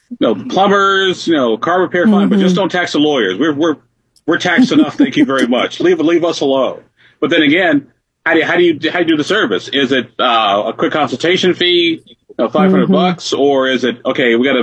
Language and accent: English; Illinois, United States; Back in my home state of Illinois, they finally started to look at township government, believe it or not.